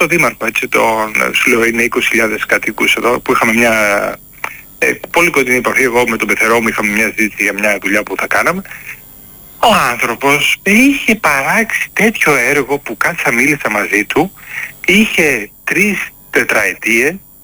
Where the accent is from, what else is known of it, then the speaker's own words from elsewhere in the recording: Greece; now in Germany; εγώ τους Έλληνες και τέτοιο, και το λαό μου, δηλαδή την πατρίδα μου